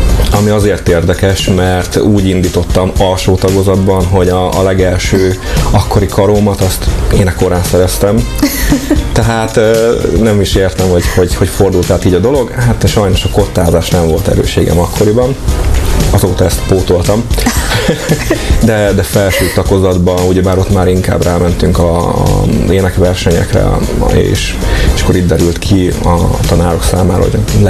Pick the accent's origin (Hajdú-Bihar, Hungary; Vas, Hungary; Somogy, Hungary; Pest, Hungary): Hajdú-Bihar, Hungary; Mikepércs; also born or lived in Debrecen; Én Debrecenben születtem, és egy éves koromban költöztünk ki Miképélsre, és azóta is ott élek, ennek már most már 35-6 éve.